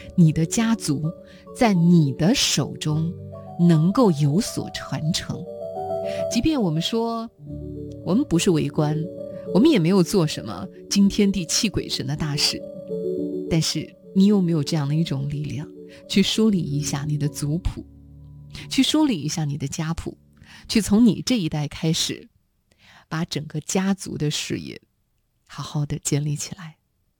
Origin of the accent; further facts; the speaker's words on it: China; 我们中国人